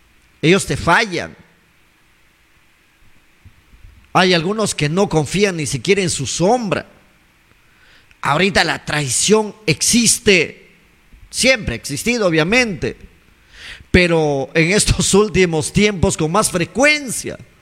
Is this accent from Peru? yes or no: yes; Cajaruro district, Amazonas, Peru; los destinos de mi pueblo, del distrito de Cajaruro